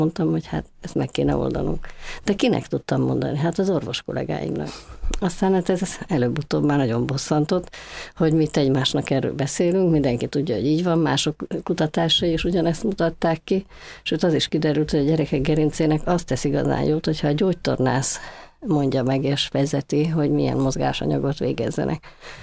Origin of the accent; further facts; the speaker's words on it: Budapest, Hungary; A Gellért-hegyen laktunk kiskoromban, úgyhogy ott kezdtem a Köböl utcai általános iskolában. Aztán Pestre költöztünk, és a Szemere utcai általános iskolába folytattam.